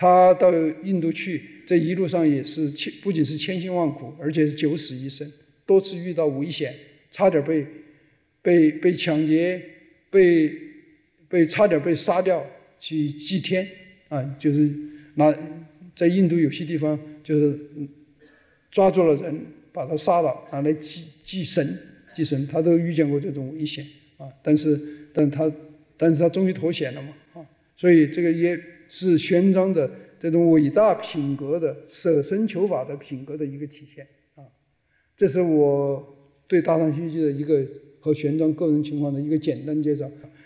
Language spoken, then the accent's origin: Chinese; China